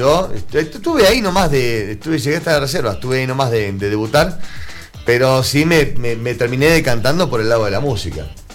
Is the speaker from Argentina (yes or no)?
yes; Argentina; yo como argentino me tocas un poquito la fibra ahí.